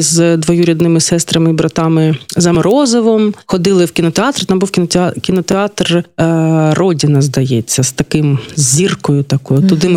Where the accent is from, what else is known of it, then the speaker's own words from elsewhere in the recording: Kharkiv, Kharkiv Oblast, Ukraine; Тобто тато, виходить, в другому поколінні харків'янин, мама в першому, ну, а я не знаю, в якому я.